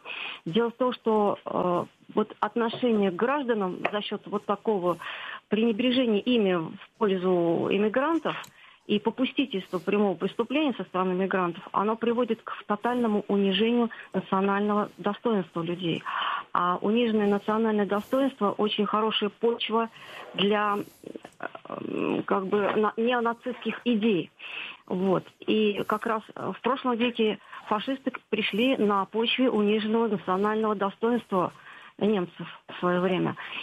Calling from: Saratov, Saratov Oblast, Russia; я из Саратова.

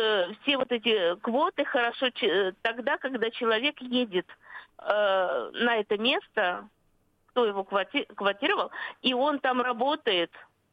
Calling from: Saint Petersburg, Russia; Я из Санкт-Петербурга.

